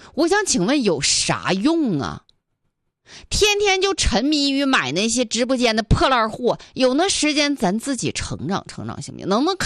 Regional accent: Northeast China, China; 俺们东北话说

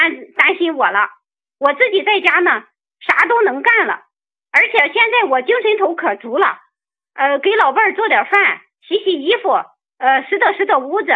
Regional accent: Weifang, Shandong, China; 我山东潍坊的，今年58了。

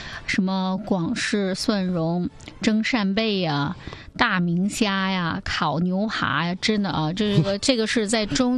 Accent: China

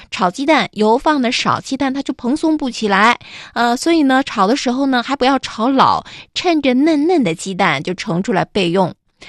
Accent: Northeast China, China; 咱们东北人

